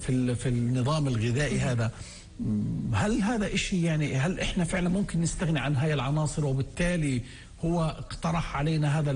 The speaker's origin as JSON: {"language": "Arabic", "country": "Palestine"}